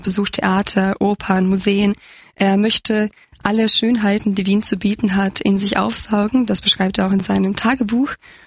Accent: Croatia; gesprochenen jungen Mann aus meiner Heimat Kroatien vorstellen zu dürfen.

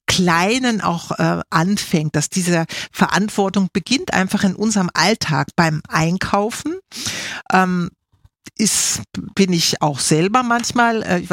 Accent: Bielefeld, North Rhine-Westphalia, Germany; war ich in meiner Heimatstadt Bielefeld, wo ich geboren bin und zur Schule gegangen bin

